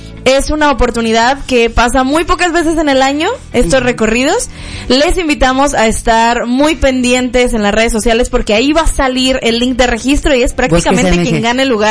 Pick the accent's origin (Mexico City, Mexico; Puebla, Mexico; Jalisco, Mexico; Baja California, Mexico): Jalisco, Mexico; Guadalajara